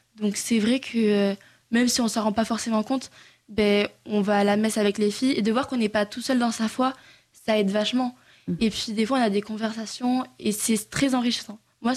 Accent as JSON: {"language": "French", "town": "Bayonne", "region": "Nouvelle-Aquitaine", "country": "France", "said": "Cette année, on est 6 et on vient de Bayonne."}